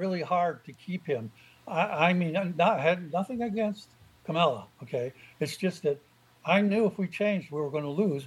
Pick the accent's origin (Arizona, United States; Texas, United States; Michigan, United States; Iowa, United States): Michigan, United States; Detroit; I'm originally from Detroit.